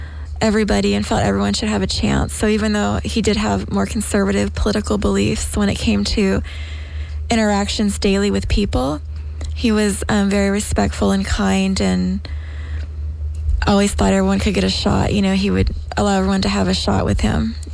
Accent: Pennsylvania, United States; born there; now in Los Angeles, United States; You know, I mentioned I was born in Pennsylvania. My parents moved out here to Los Angeles, and they were already in their 50s and made that huge move, which is a big cultural shift for us to move from a small town on the East Coast.

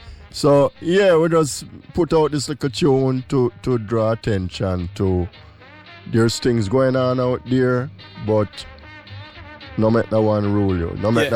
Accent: Jamaica; growing up in Jamaica

